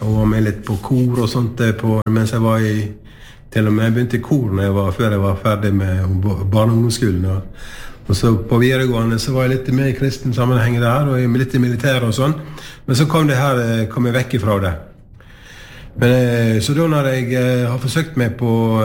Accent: Eivindvik, Vestland, Norway; jag är ju själv från Eivindvik ute I Gulen

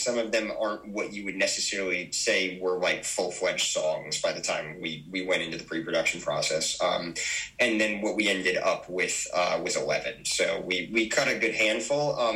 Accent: Naugatuck, Connecticut, United States; We're from Naugatuck, Connecticut, which is, if you're not aware, a tiny little borough that's attached to Waterbury and over in New Haven County.

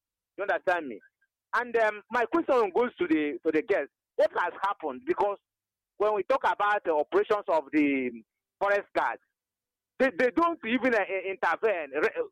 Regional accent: Ebonyi, Nigeria; I'm reaching you from my hometown here in Nkomo Rezekon Autonomous Community in Inyaba Development Center of Ebonyi State.

